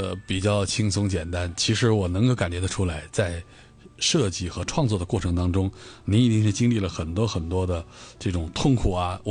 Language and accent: Chinese; China